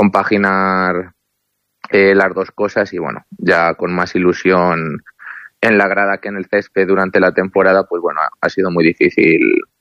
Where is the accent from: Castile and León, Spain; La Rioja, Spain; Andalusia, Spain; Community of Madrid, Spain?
Castile and León, Spain; Ávila; Al final soy de la Navarra del Marqués, pero he nacido en Ávila, he ido al colegio en Ávila. Y bueno, y tengo muchos amigos en la ciudad.